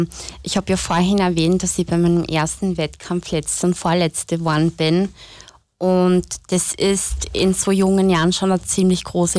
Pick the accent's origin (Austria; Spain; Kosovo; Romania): Kosovo; auch ich bin Kosovo-Albanerin aus einem muslimischen Umkreis und damals bin ich auch im Sommer oft in meinem Herkunftsland geschwommen